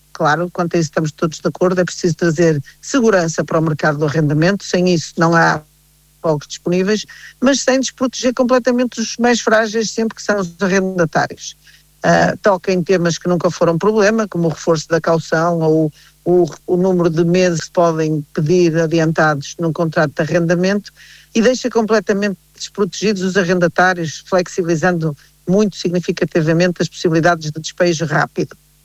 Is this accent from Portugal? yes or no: yes; Portugal; E a mim, enquanto português, enquanto fã incondicional do futebol português, isto deixa-me triste